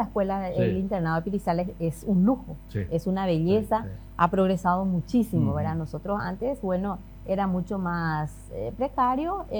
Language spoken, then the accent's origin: Spanish; Coronel Oviedo, Caaguazú, Paraguay; born there; moved away as an adult; now in Chaco, Paraguay; Nací en Coronel Oviedo.